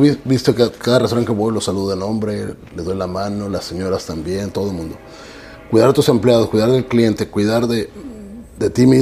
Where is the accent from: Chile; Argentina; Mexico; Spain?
Mexico; moved away; Uno como mexicano